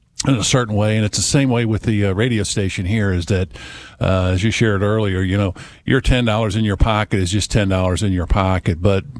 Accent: Cahokia, Illinois, United States; I was born and raised in Cahokia, Illinois.

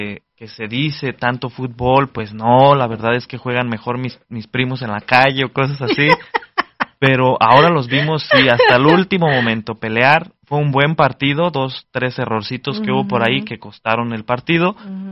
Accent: Mexico; este sentido de unidad, que ya sabemos que sí tenemos los mexicanos

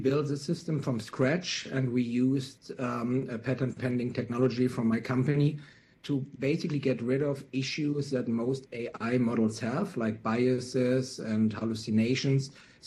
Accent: Germany; I'm from Germany

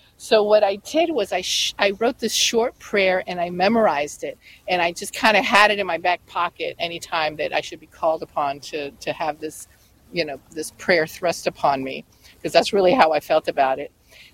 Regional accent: the South, United States; I grew up in the Bible Belt in the South. And so in many cases, we were the only Catholics

